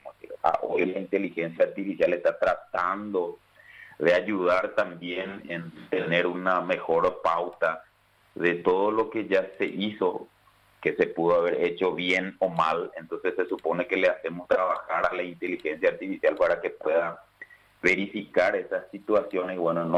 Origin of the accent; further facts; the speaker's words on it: Paraguay; nosotros los paraguayos somos muy particulares.